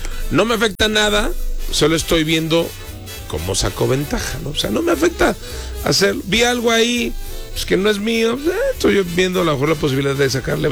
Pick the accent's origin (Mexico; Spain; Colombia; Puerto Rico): Mexico; Soy mexicano